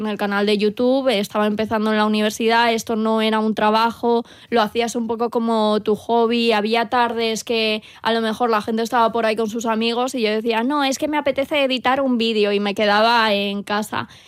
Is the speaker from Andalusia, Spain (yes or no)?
no; Madrid, Community of Madrid, Spain; Es que yo soy hija del cemento, soy hija de Madrid.